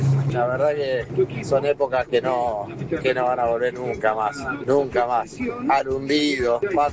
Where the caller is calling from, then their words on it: Venado Tuerto, Santa Fe, Argentina; de Venado Tuerto, Santa Fe, camionero.